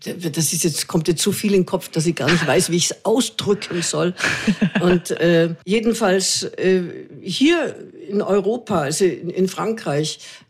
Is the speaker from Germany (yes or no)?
no; Austria; Und also es tut mir wahnsinnig leid, aber ich bin Österreicherin.